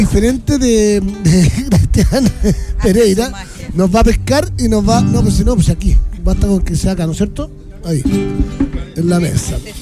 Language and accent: Spanish; Chile